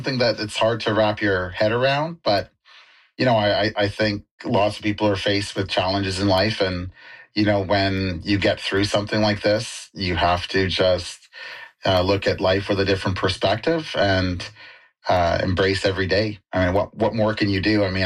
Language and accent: English; Maple Ridge, British Columbia, Canada; I'm from Maple Ridge